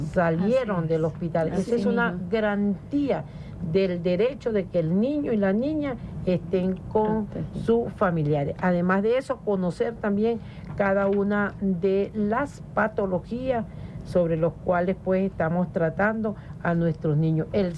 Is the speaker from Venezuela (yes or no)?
yes; Venezuela; Nosotros somos venezolanos, somos venezolanas